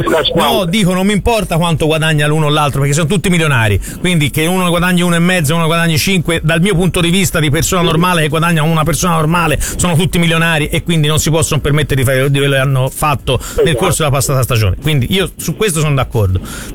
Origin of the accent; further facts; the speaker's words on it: Florence, Tuscany, Italy; essendo fiorentino nato in centro a Firenze